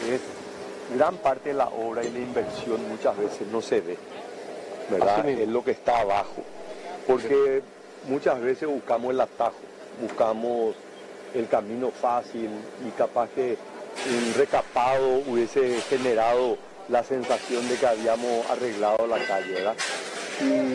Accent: Asunción, Paraguay; Porque yo era un jovencito cuando se construyó, y yo soy de Campo Grande, de Trinidad

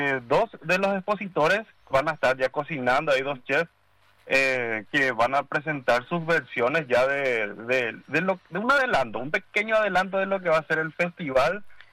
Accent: San Antonio, Central, Paraguay

